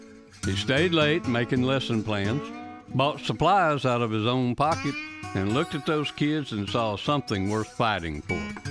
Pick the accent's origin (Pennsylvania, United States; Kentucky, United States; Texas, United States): Texas, United States; Lubbock; And so we lived about 2.5 hour drive in Lubbock from the ranch there on the Pease River in Cottle County.